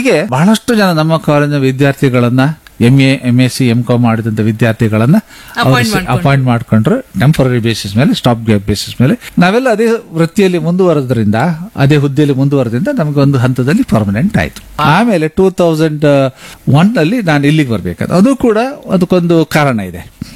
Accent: Kundapura, Karnataka, India; ನಮ್ಮ ಊರಿನವರೆಲ್ಲ ನಾವು ಕುಂದಾಪುರದವರು, ಬೈಂದೂರಿನವರು, ಬ್ರಹ್ಮಾವರದವರು.

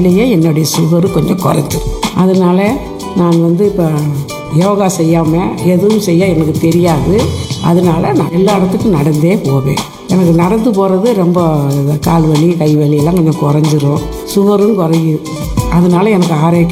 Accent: Puducherry, India; now in Pamban, India; இது வந்து எங்கள் சொந்த ஊர் பாண்டிச்சேரியிலேருந்து எங்கள் வீட்டுக்காருக்கு முடியலை, அதனால நாங்கள் இங்கே வந்தோம்.

